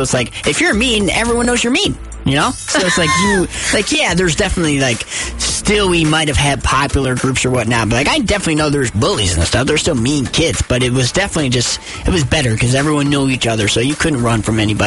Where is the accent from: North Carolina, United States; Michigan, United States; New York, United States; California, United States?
Michigan, United States; born there; That's what's wild is growing up in Grand Rapids and then growing up in Northern Michigan.